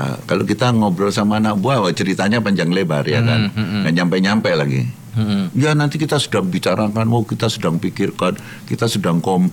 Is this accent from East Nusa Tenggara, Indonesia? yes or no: no; Jakarta, Indonesia; also born or lived in Klaten; Ya di Klaten, cuman gede di Jakarta